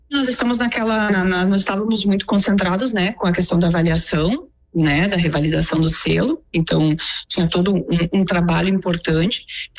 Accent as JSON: {"language": "Portuguese", "town": "Faxinal do Soturno", "region": "Rio Grande do Sul", "country": "Brazil", "tie": "born or raised there", "also_born_or_lived": "Italy", "said": "então para mim Faxinal do Soturno é a minha casa, né? Poder voltar para a minha cidade, a cidade onde eu cresci, e trazendo uma bagagem e uma experiência de 20 anos de Itália"}